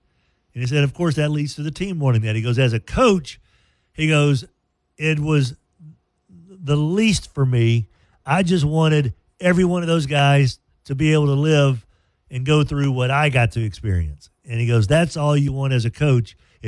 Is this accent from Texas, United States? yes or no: yes; Dumas, Texas, United States; born there; I was born in Dumas.